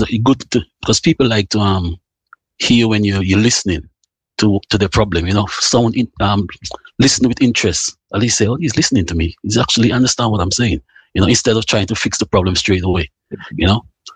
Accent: Montserrat; now in United Kingdom; So, first of all, yeah, I'm from Montserrat. Been here in the UK for a long time, about 27, 28 years.

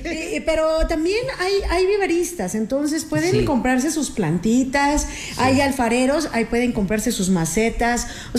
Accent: Cuernavaca, Morelos, Mexico; Ahí nací. Sí, soy de San Antón, justo de ahí por la iglesia de San Antón.

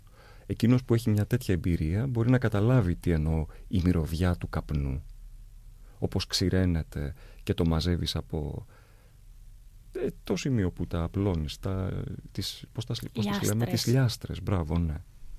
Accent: Elassona, Thessaly, Greece; Οι δύο τόποι μας, ο δικός σου στην Πιερία και ο δικός μου στη Βόρεια Θεσσαλία, στην Ελασσόνα, τους ενώνει ο καπνός.

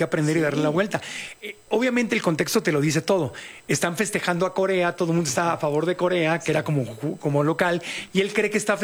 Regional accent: Tijuana, Baja California, Mexico; moved away as an adult; also born or lived in United States; yo que viví 20 años en Estados Unidos, yo no crecí en Estados Unidos, nací en Tijuana y yo no tenía papeles de niño para cruzar. Entonces yo no, ni fui a la escuela, mi cultura es mexicana, de frontera, pero mexicano.

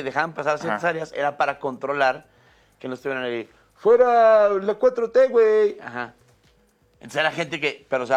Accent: Chihuahua, Mexico; moved away

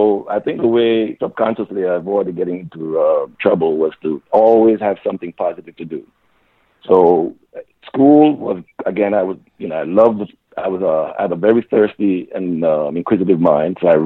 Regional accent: Linstead, Saint Catherine, Jamaica; born there; I was born in Linstead to a humble family.

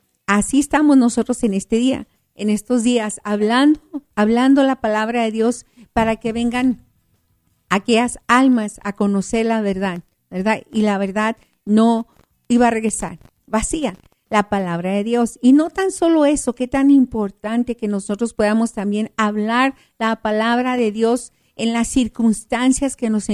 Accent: El Paso, Texas, United States; Sí, soy del Paso, Texas.

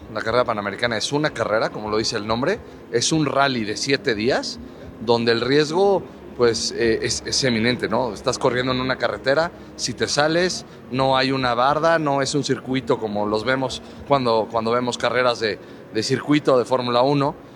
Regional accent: Mexico; siempre como mexicano quieres que sea lo mejor para tu país

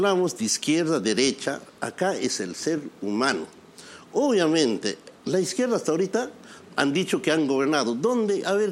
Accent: Peru; Y no podemos maltratarnos como peruanos.

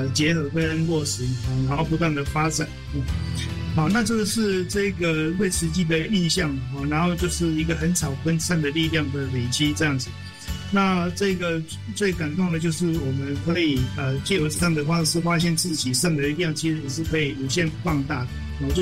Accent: Yunlin County, Taiwan; now in Taipei, Taiwan; 我是云林人

